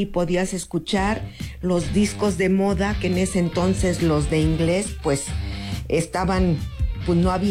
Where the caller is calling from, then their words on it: Metepec, State of Mexico, Mexico; de Metepec.